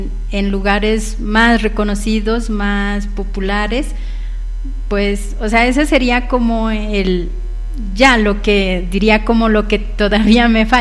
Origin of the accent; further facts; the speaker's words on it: Contadero, Nariño, Colombia; now in Guaitarilla, Colombia; yo no soy de Hualmatán, yo soy del municipio del Contadero, pero ya vivo muchos años. Prácticamente más de la mitad de lo que soy la he vivido aquí en Hualmatán.